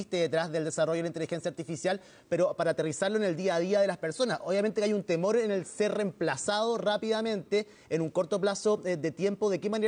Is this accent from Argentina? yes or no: no; Chile